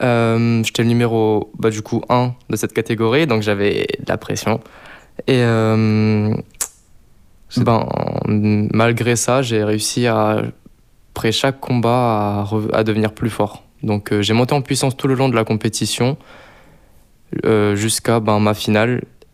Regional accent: New Caledonia; Oui, forcément, on vient d'un petit pays, donc c'est pas le pays le plus connu.

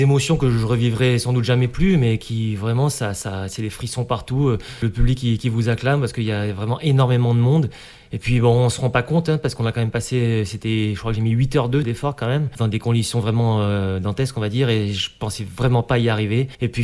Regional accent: New Caledonia; parce que je déteste la pluie en tant que calédonien.

